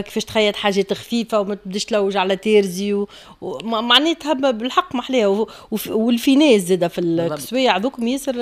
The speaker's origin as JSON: {"language": "Arabic", "region": "Nabeul Governorate", "country": "Tunisia", "said": "ما اني انا زاد ننتمي للوطن القبلي،"}